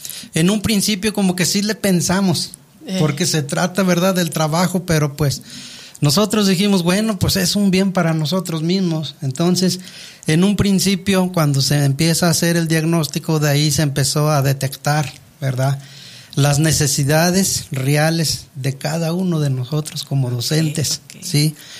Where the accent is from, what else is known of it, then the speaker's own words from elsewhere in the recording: Veracruz, Mexico; first language Nahuatl; Spanish is a second language; moved away; vengo del estado de Veracruz, también soy indígena, hablante de la lengua materna náhuatl.